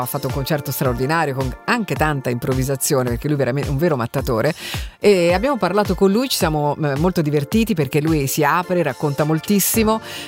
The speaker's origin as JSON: {"language": "Italian", "town": "Pisa", "region": "Tuscany", "country": "Italy", "said": "Io sono di Pisa"}